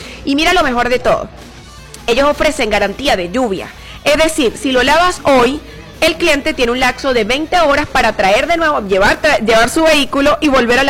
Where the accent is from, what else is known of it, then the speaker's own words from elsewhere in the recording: Venezuela; Y eso somos nosotros, los venezolanos